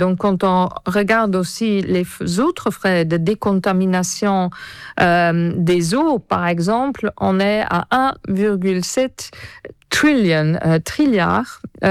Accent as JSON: {"language": "French", "country": "Luxembourg", "said": "je viens du Luxembourg"}